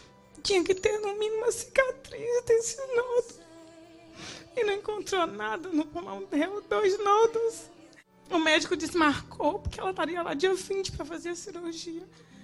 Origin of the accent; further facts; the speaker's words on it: Belo Horizonte, Minas Gerais, Brazil; moved away as an adult; now in Governador Valadares, Brazil; eu sou de Belo Horizonte. E eu falava, Deus, o Senhor me tirou de Belo Horizonte para vir para cá.